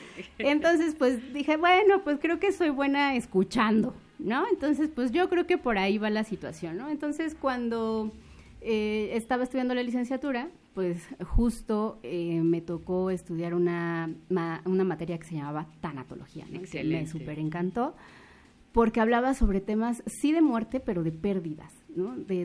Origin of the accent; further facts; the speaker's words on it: Tlaxcala, Mexico; soy originaria de Tlaxcala. Parte de mi vida he estado aquí en Tlaxcala de chiquita. Bueno, mis papás son de Oaxaca